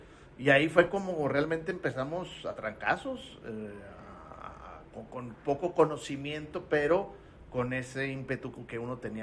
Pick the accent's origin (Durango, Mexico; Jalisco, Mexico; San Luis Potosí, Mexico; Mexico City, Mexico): Durango, Mexico; moved away as an adult; now in Torreón, Mexico; yo soy de Durango, okay. Me vine a estudiar la carrera acá a Torreón en el 90